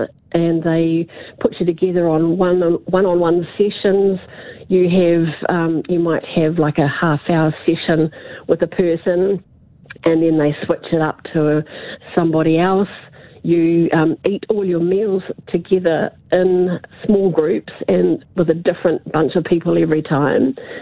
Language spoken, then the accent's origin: English; New Zealand; accent: Kiwi; I'm a Kiwi, I'm outgoing, I love music, I love people, you know, and my English isn't too bad.